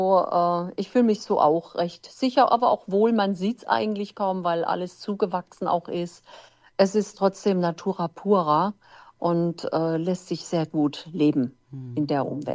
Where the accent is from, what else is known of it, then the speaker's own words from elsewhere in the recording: Hesse, Germany; born there; Ich bin gebürtig aus dem Odenwald. Der Odenwald, das ist ja ein recht hochgelegenes Gebiet mit wunderschönen, vielen Wald.